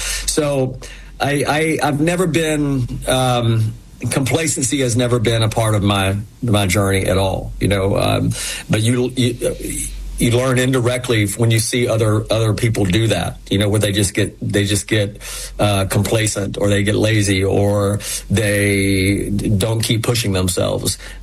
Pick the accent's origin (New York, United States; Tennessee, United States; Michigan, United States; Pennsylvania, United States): Tennessee, United States; Knoxville; You know, growing up in East Tennessee and in Knoxville, you know, we didn't have a pro allegiance to anything.